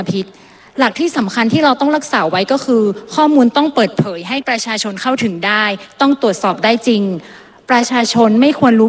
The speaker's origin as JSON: {"language": "Thai", "town": "Phrao", "region": "Chiang Mai", "country": "Thailand", "tie": "born or raised there", "said": "พื้นที่ที่ดิฉันเป็นตัวแทนและเป็นบ้านเกิดของดิฉันเองคืออำเภอพร้าว"}